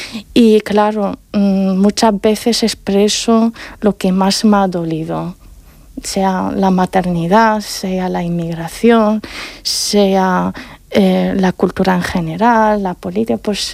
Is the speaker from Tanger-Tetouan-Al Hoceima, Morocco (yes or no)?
yes; Tetouan, Tanger-Tetouan-Al Hoceima, Morocco; now in Spain; desde pequeña me gustaba el arte y participaba en todos los acontecimientos de mi ciudad natal, Tetuán, en exposiciones, en taller